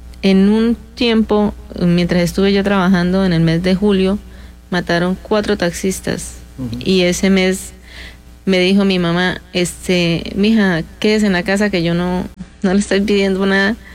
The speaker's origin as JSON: {"language": "Spanish", "region": "Norte de Santander", "country": "Colombia", "said": "Yo vengo de Colombia, del norte de Santander. Somos una familia un tanto grande. Somos 11 hermanos."}